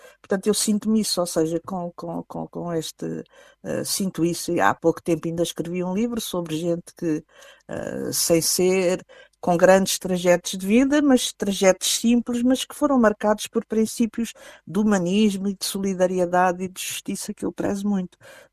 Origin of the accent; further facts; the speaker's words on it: Fundão, Centro, Portugal; é o município da minha terra, naquela onde nasci, onde vivi e onde vivo.